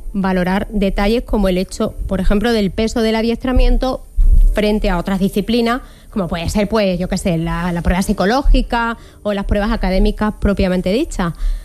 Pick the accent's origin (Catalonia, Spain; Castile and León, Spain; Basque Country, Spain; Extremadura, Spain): Extremadura, Spain; Magacela; en mi pueblo, que es muy chico